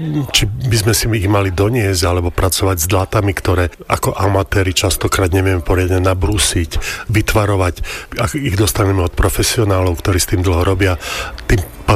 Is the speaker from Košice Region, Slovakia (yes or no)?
yes; Košice, Košice Region, Slovakia; som z Košíc.